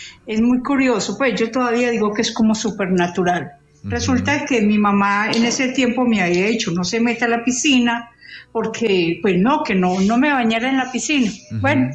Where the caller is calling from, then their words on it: Medellín, Antioquia, Colombia; estoy en Medellín.